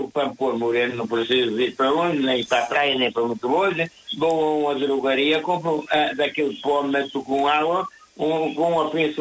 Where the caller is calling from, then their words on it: Barcelos, Norte, Portugal; Olha, mas agora já estou a falar aqui de Barcelos